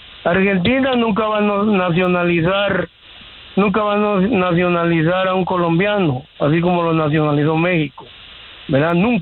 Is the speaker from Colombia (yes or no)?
no; Guatemala; Le deberías de ir a la selección de Guatemala porque sos guatemalteco, me dice. Entonces le digo yo, tenés razón, no te voy a refutar por eso, ¿verdad?